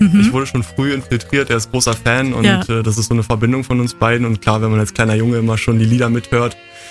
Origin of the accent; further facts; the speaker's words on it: Berlin, Germany; born there; moved away as an adult; also born or lived in North Rhine-Westphalia; now in Cottbus, Germany; Ich bin tatsächlich zugezogen, bin gebürtiger Berliner